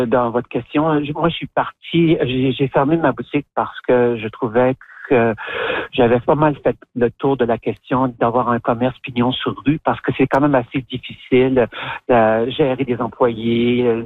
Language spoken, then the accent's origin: French; Lac-Saint-Jean, Quebec, Canada; moved away as an adult; je suis née là. Je suis née à Allemagne-Lac-Saint-Jean et que j'y ai vécu jusqu'à l'âge de 19 ans, 20 ans à peu près. Ça fait plus que 45 ans que je suis partie de la région.